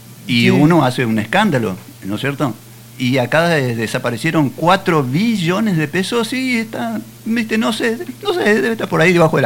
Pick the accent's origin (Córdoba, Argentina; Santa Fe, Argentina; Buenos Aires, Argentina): Santa Fe, Argentina; San Lorenzo; No, de Puerto no, San Lorenzo.